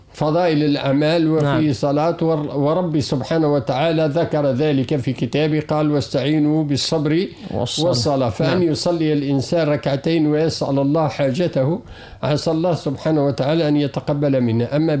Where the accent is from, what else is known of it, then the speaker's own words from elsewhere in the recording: Bizerte, Bizerte Governorate, Tunisia; عندنا في بنزرت